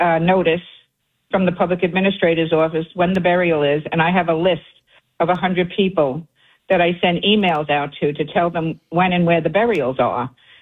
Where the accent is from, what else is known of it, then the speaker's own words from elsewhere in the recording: New York City, New York, United States; I'm originally from Staten Island. I'm third generation Staten Island, and so is my husband.